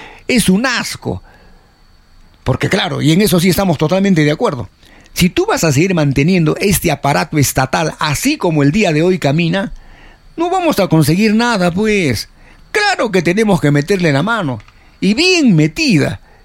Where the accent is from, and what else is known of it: Peru